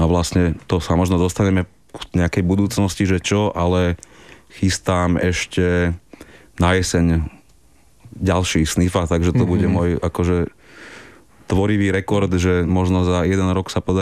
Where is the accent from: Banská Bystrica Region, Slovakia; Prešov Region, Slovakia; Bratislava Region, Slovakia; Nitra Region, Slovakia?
Bratislava Region, Slovakia; Bratislava; už nemám kapelu v mojom rodnom meste, v meste, kde žijem v Bratislave